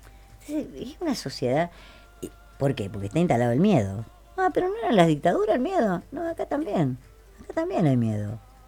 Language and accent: Spanish; San Luis, Argentina; Los argentinos, yo soy argentina